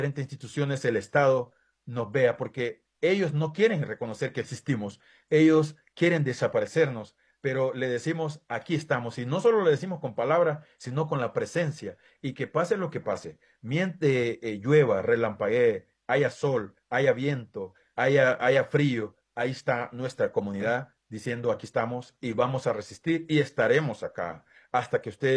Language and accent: Spanish; Iriona, Colón, Honduras; que yo nací allá en Iriona, desde ahí donde mi mamá me enseñó a sembrar yuca, a sembrar coco